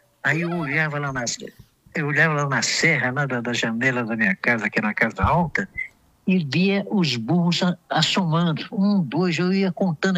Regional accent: Diamantina, Minas Gerais, Brazil; also born or lived in Rio Vermelho; eu não sou de Diamantina, mas eu vim, a minha família, quase todos os meus, a minha família era muito grande, eram 9 irmãos

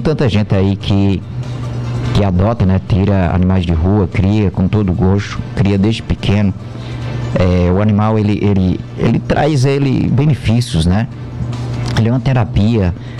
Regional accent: Campina Grande, Paraíba, Brazil; moved away; lá na minha cidade, em Campina Grande

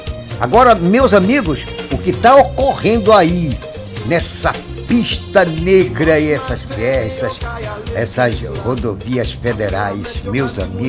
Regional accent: Pará, Brazil; a gente saber que somos paraenses, né?

